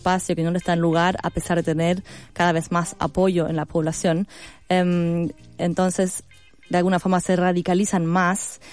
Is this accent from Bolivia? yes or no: no; Germany; aquí soy de Alemania